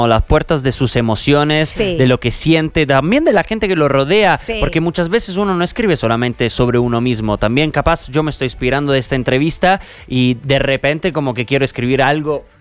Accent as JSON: {"language": "Spanish", "town": "Pescara", "region": "Abruzzo", "country": "Italy", "second_language": "Spanish", "lives_now": "-", "said": "ya me dijo mi mejor amigo que en Pescara, de donde soy yo, ya va a armar como una fiesta entre todos nuestros amigos"}